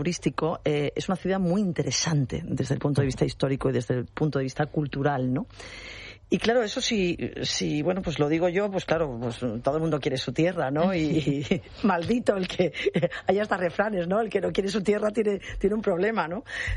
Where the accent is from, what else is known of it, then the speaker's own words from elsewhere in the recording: Ceuta, Spain; No soy la única, somos muchos los ceutíes.